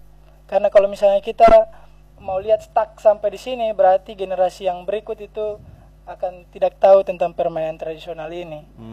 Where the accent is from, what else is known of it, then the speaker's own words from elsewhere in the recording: Maluku, Indonesia; identitas kita sebagai warga Maluku.